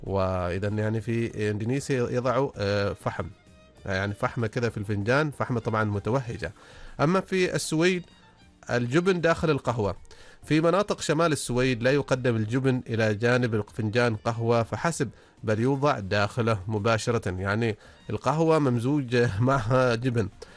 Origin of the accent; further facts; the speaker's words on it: Oman; عندنا في عمان والخليج